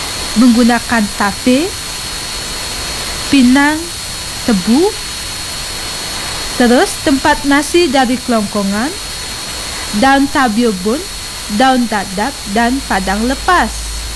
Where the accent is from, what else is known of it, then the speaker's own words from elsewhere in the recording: Bali, Indonesia; Kita sebagai orang Bali tidak terlepas dari kata Banten